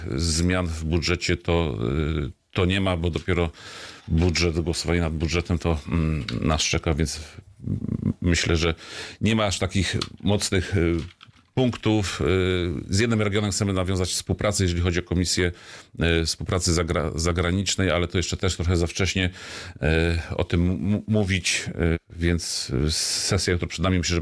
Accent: Lower Silesian Voivodeship, Poland; u nas na Dolnym Śląsku

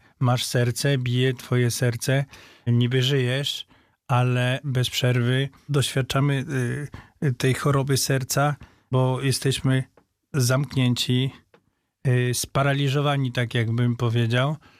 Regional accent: Michałowo, Podlaskie Voivodeship, Poland; bo ja pochodzę z Michałowa.

